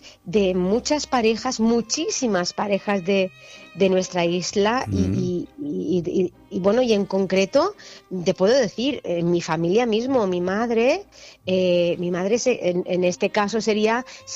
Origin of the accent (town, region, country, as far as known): Mallorca, Balearic Islands, Spain